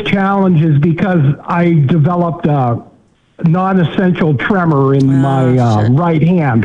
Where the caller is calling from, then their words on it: Washington, United States; also born or lived in California; I'm calling from Washington State